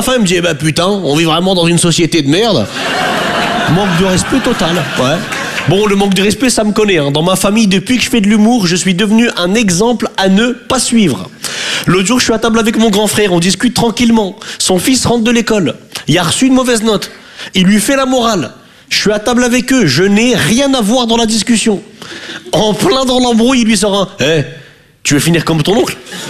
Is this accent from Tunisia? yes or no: no; the north of France, France; now in Paris, France; Je viens du nord de la France. J'ai vu dans vos regards le Nantes et un arabe. Hein. Je viens d'arriver à Paris.